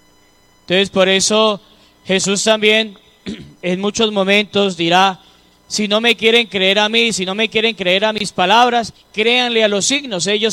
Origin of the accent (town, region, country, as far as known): Colombia